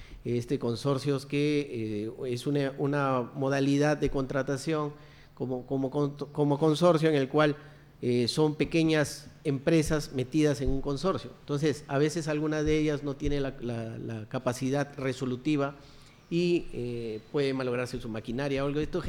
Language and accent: Spanish; Chiclayo, Lambayeque, Peru; Regresé a Chiclayo, yo soy chiclayano, ¿no? Vivo en La Victoria, distrito donde siempre he vivido y sigo viviendo.